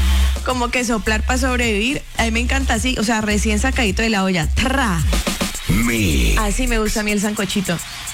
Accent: Cali, Valle del Cauca, Colombia; ni fallé como caleña.

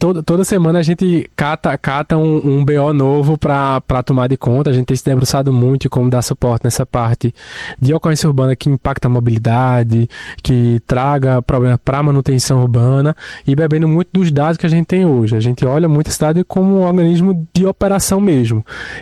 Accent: Pernambuco, Brazil; eu não sou natural de Recife, eu sou do interior do estado.

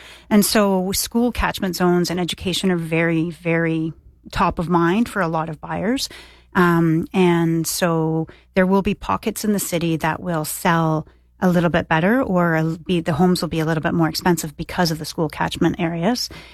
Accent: Toronto, Ontario, Canada; now in Stittsville, Canada; Right, I've lived in Stittsville longer than I've lived anywhere in my life, though I still say I'm from Toronto.

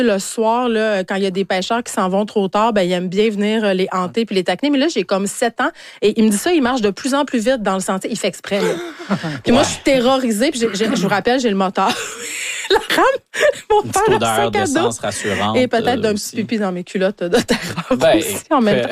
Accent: Saguenay, Quebec, Canada; je viens du Saguenay, j'arrête pas de le répéter, et je pêche depuis, mon Dieu, que je sais marcher avec mes parents.

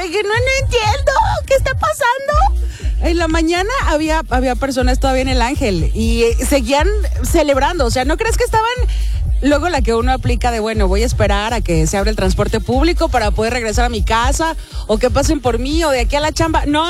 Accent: Mexico; todos ayer fuimos amigos, hermanos, mexicanos.

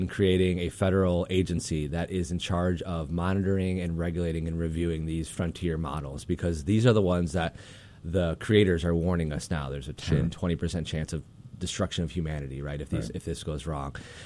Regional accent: Rockford, Illinois, United States; I am from the Rockford area. I've actually lived in Central Illinois for a handful of years as well. But I am from a working class family, just people who come from nothing.

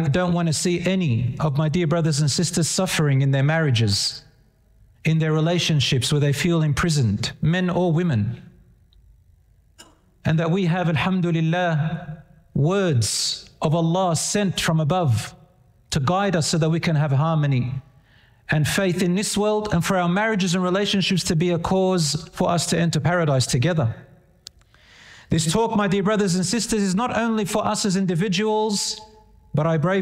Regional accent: Australia; born there; I was born in Australia. I was raised in the West like most of you. I studied overseas as well and got to see both cultures and both worlds.

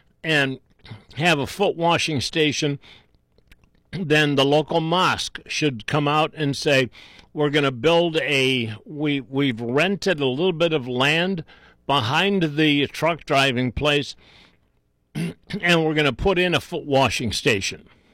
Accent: Cleveland, Ohio, United States; I grew up in Cleveland. We used to pee in troughs like this.

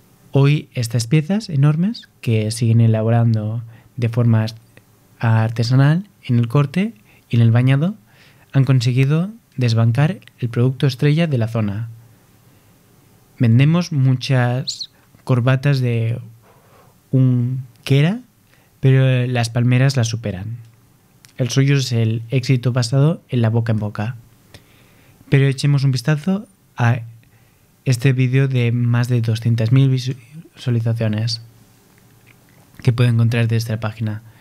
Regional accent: Brazil; Spanish is a second language; Yo es que vengo de Brasil y en Brasil carne es lo que llamamos a la carne de vaca, la ternera.

